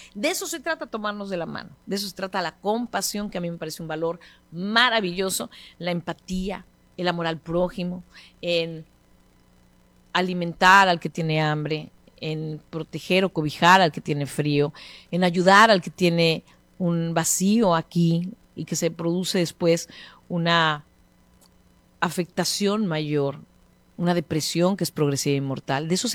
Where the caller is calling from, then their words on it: Cancún, Quintana Roo, Mexico; Soy de Cancún, Colonia Valle Verde.